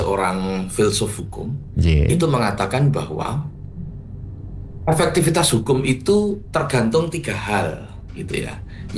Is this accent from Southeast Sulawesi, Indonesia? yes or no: no; Surakarta, Central Java, Indonesia; saya sebagai orang Solo ya, KTP saya itu Solo. Itu zaman saya kecil dulu itu senang sekali bersepeda itu melewati jalur lambat.